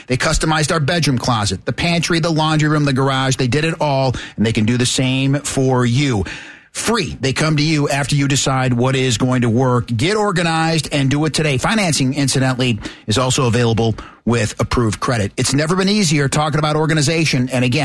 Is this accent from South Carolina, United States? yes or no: no; Cleveland, Ohio, United States; No, I'm not. I grew up in Cleveland.